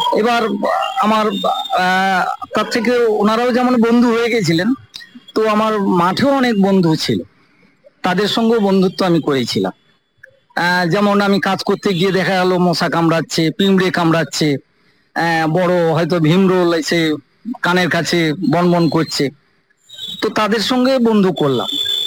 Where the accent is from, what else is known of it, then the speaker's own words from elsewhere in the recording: Patharpratima, Sundarbans, West Bengal, India; moved away as an adult; now in Kolkata, India; আমি অ্যাকচুয়ালি সুন্দরবনের ছেলে, পাথর প্রতিমা একটা প্রত্যন্ত গ্রাম আছে সেখানকার আমি ছেলে।